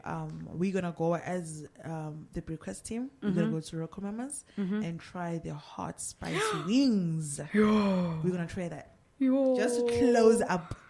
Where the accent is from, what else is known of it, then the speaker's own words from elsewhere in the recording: South Africa; But I am proudly a South African.